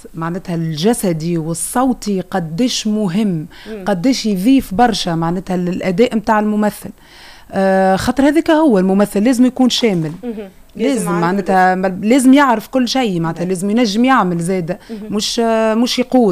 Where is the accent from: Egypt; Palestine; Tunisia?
Tunisia; خاطر انا من الشمال